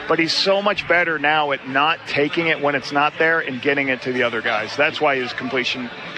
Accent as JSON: {"language": "English", "country": "Canada", "said": "I don't think I can bet as a Canadian, as an Olympic coach."}